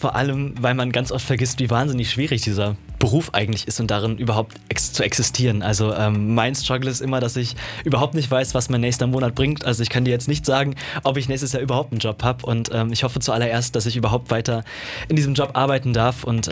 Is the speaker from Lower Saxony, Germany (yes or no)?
no; Bonn, North Rhine-Westphalia, Germany; Ja, hey zusammen … ich bin 21 Jahre alt und ich komme aus Bonn und ich bin Schauspieler und DJ.